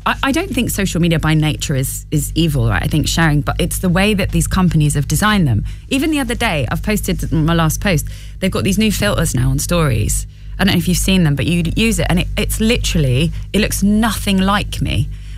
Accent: Ireland; I'm Irish

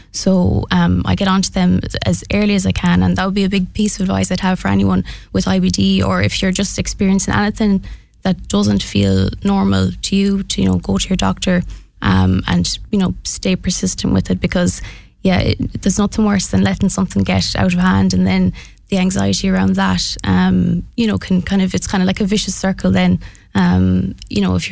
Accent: Mayo, Connacht, Ireland; now in Loughrea, Ireland; I'm from Mayo

